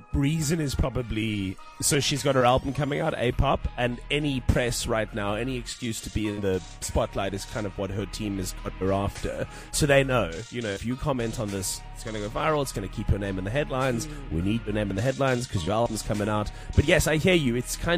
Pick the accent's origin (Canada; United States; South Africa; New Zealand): South Africa; I want to feel good about being South African today.